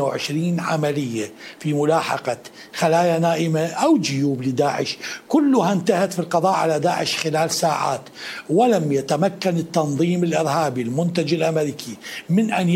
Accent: Iraq

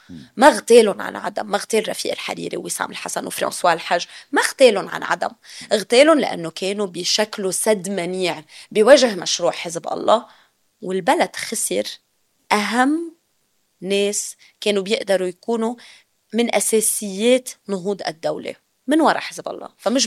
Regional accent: Lebanon; نحن كلبنانيين

